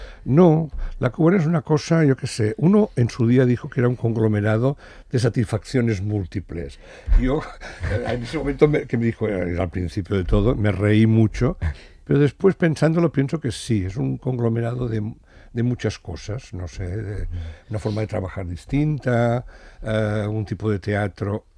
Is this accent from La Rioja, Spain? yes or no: no; Sitges, Catalonia, Spain; yo soy de Sitges